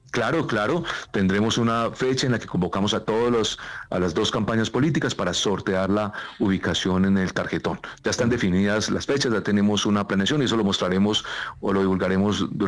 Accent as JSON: {"language": "Spanish", "country": "Colombia", "said": "Eso debería alegrarnos como colombianas y como colombianos."}